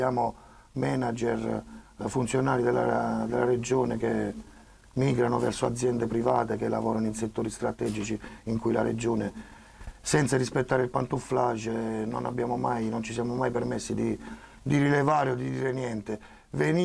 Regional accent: Taranto, Apulia, Italy; Io sono tarantino, tante generazioni

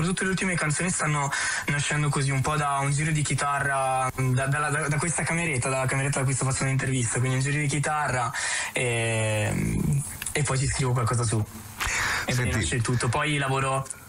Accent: Trento, Trentino-Alto Adige, Italy; also born or lived in Apulia

